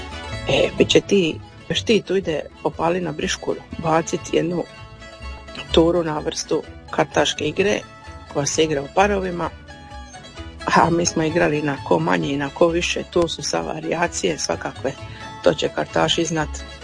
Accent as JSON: {"language": "Croatian", "region": "Dalmatia", "country": "Croatia", "accent": "Chakavian", "said": "nam se gubi ti naš dijalekt, ta čakavica"}